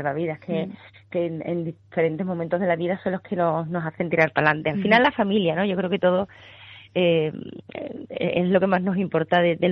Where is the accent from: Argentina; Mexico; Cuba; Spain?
Spain; Coria, Andalusia; Al final donde más a gusto estoy del mundo es en Coria o en Sevilla, porque es mi tierra, porque la gente allá me conoce